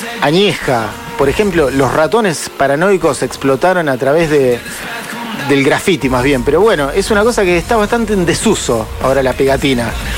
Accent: Argentina; Me parece que somos todos argentinos igualmente

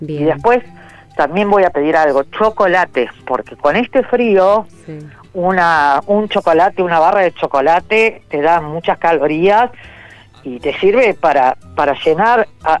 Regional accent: Rosario, Santa Fe, Argentina; todas las personas que viven en nuestra ciudad

